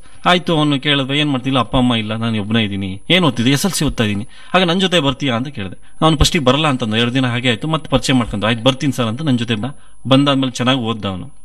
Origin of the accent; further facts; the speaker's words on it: Kargal, Karnataka, India; born there; also born or lived in Gersoppa / Sagar / Davanagere / Bengaluru; ಆಮೇಲೆ 9th-10th ಕಾರ್ಗಲ್ ಅನ್ನೋ ಸ್ಥಳದ ಜೋಗ ಕಾರ್ಗಲಲ್ಲಿ ಮಾಡಿದ್ವಿ. ಆಮೇಲೆ P U C first year ಮತ್ತು ಸೆಕೆಂಡ್ ಇಯರ್ನ ಜೋಗದಲ್ಲಿ ಆರ್ಟ್ಸ್ ಸಬ್ಜೆಕ್ಟ್ ತಗೊಂಡ್ಬಿಟ್ಟು ನಾನು ಜೋಗದಲ್ಲಿ ಓದ್ದೆ.